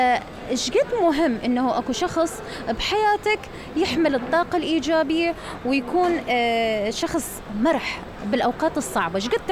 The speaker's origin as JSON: {"language": "Arabic", "country": "Iraq"}